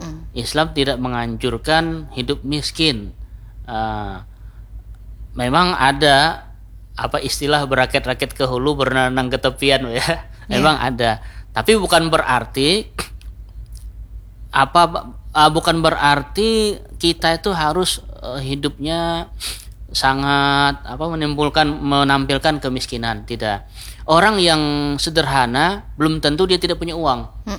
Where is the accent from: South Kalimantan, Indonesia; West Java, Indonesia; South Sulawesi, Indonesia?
South Kalimantan, Indonesia; Kalau kita orang Banjar Bahari ya, mungkin masih ingat tikar purun pula.